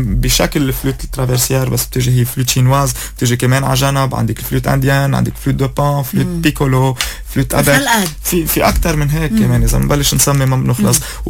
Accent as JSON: {"language": "Arabic", "country": "Lebanon", "said": "عم اسمعنا كلبنانية"}